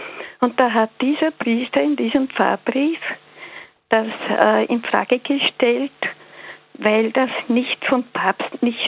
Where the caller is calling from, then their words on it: Upper Austria, Austria; Ich bin aus Oberösterreich.